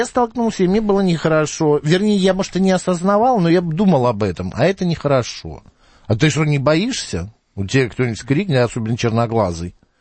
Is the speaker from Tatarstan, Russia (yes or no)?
no; Moscow, Russia; Я говорю, в смысле, я из Москвы.